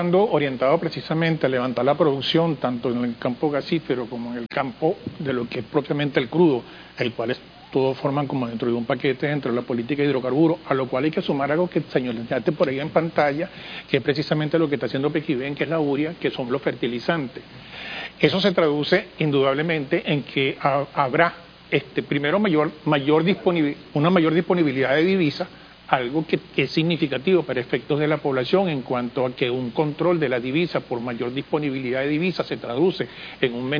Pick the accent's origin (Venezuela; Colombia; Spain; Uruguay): Venezuela; los venezolanos ahora somos mucho más venezolanos